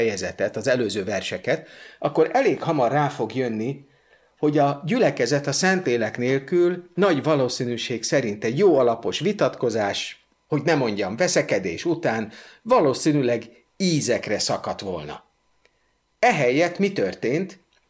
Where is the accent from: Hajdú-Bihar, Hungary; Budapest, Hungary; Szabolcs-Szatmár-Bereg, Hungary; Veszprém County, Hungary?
Budapest, Hungary; Annak idején én Újpesten nevelkedtem